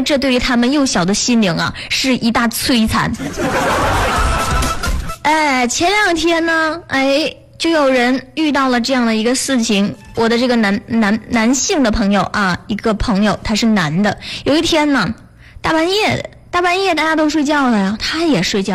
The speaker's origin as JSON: {"language": "Chinese", "region": "Northeast China", "country": "China", "said": "我们东北人说话都这样子的"}